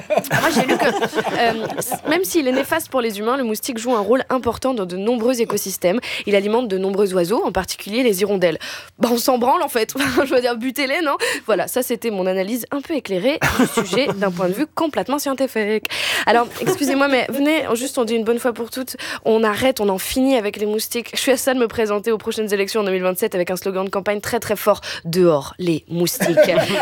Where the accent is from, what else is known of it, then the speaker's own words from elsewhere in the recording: Réunion; parce que moi, j'ai grandi à La Réunion.